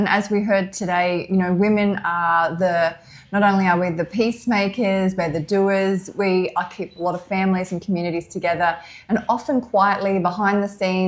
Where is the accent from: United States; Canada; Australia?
Australia; Katherine, Northern Territory; And I said, I'm from the Territory. She's like, get out. And there you go. So from K-Town, Catherine, in the Northern Territory.